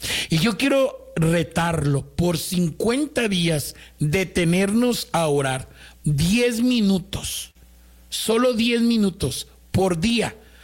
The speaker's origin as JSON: {"language": "Spanish", "country": "Mexico", "said": "Y si ustedes, como yo soy de México, pues yo puedo orar por México."}